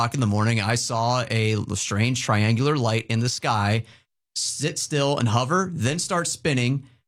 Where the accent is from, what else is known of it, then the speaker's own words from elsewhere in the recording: Florida, United States; I grew up here in South Florida.